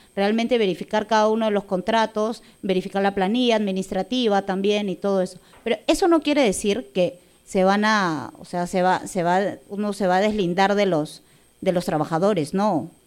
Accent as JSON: {"language": "Spanish", "town": "Punta Hermosa", "region": "Lima", "country": "Peru", "said": "han descubierto de que efectivamente nosotros somos de Punta Hermosa."}